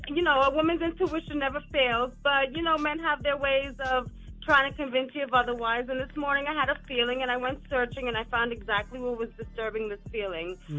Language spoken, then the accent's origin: English; New York, United States; Well, I was calling from Brooklyn. I'm leaving Brooklyn. I'm from Long Island. I don't even do Brooklyn.